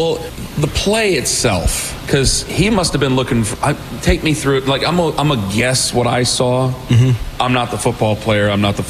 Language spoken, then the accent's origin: English; Ohio, United States; I'm from Ohio, I'm sorry.